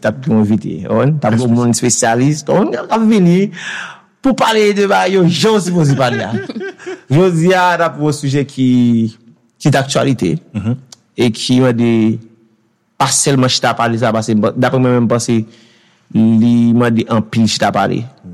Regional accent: Haiti; je viens d'Haïti.

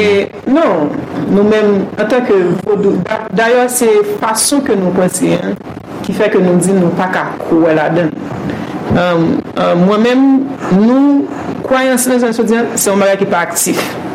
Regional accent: Haiti; moved away as an adult; also born or lived in Japan / Senegal; Je connais que je suis une femme, et je suis un haïtien, et je suis fier de ce que je suis haïtien.

